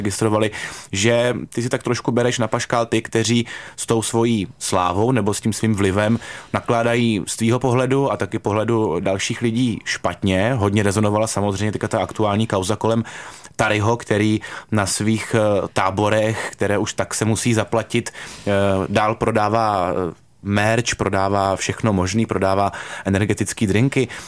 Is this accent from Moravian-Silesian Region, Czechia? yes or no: yes; Ostrava, Moravian-Silesian Region, Czechia; Já si taky dovedu představit, že kdyby mi tehdy v dětství v Ostravě řekli, že přijede Simír Gerchán na náměstí a bude tam nějaká akce s ním, tak bych se z toho taky úplně samozřejmě zbláznil.